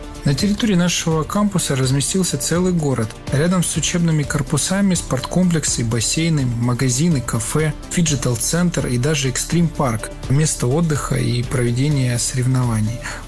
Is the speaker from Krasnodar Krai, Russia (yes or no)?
yes; Krasnodar Krai, Russia; now in Vladivostok, Russia; Я приехал во Владивосток из Краснодарского края.